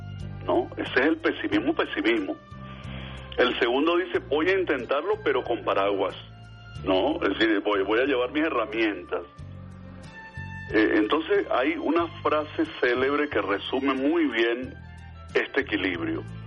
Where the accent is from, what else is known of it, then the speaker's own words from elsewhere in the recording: Venezuela; Una frase muy útil para nosotros los venezolanos